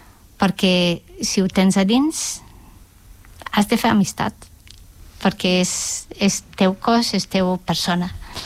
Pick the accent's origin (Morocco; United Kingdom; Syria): United Kingdom; England; Catalan is a second language; moved away as an adult; now in Barcelona, Spain; perquè sóc anglesa i costa per molta gent dir el nom de la forma anglesa.